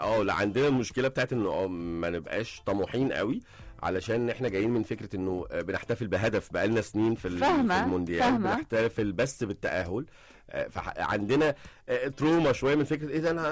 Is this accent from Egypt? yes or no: yes; Egypt; لينا جميعا كمصريين